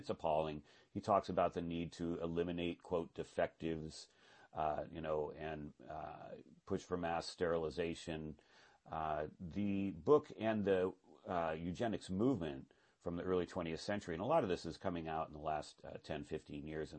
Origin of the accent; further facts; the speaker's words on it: Guerneville, California, United States; a group of people put out a very well-funded and organized campaign to save tiny Armstrong Woods in my hometown of Guerneville in Sonoma County.